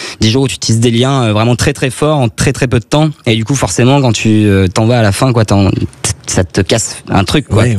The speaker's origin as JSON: {"language": "French", "town": "Ussel", "region": "Nouvelle-Aquitaine", "country": "France", "lives_now": "Clermont-Ferrand, France", "said": "Je viens de Corrèze, d'Ucel, qui est un peu plus au sud-ouest, mais j'habite à Clermont, là."}